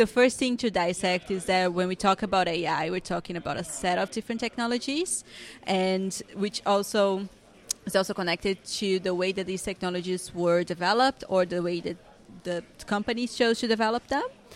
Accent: Brazil; now in United Kingdom; I'm from Brazil, but I'm currently located in the UK.

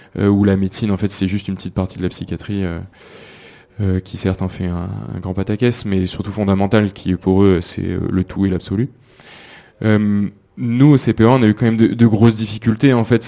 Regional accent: Grenoble, Auvergne-Rhône-Alpes, France; Moi, je viens de l'Isère, je viens de Grenoble

